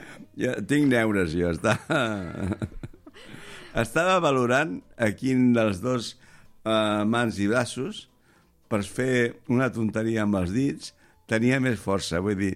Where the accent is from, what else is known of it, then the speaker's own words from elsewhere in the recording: Barcelona, Catalonia, Spain; Jo sóc de Barcelona i encara que porto molt temps aquí, tant en quant se m'escapa un espanyolada.